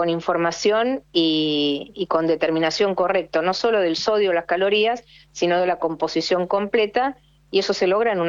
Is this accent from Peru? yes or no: no; Argentina; uno como argentino